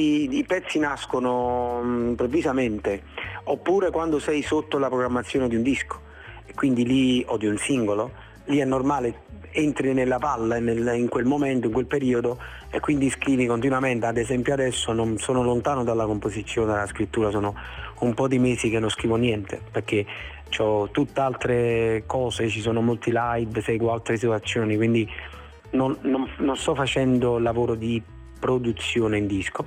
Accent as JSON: {"language": "Italian", "region": "Campania", "country": "Italy", "tie": "born there", "said": "io sicuramente sono nato in un posto meraviglioso, che insomma è la campagna, no?"}